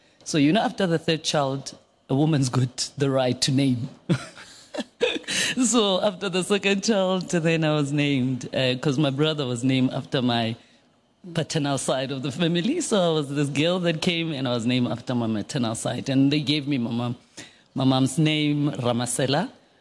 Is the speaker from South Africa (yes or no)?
yes; Atteridgeville, Gauteng, South Africa; So I was born in Attridgeville. In a very big family, my grandmother's home, we were all living there.